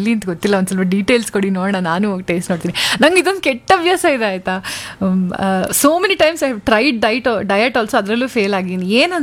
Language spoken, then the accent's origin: Kannada; Karnataka, India; ನಮ್ಮೂರು ಚಿತ್ರದುರ್ಗ ದಾವಣಗೆರೆ ಮಧ್ಯ ಬರುತ್ತೆ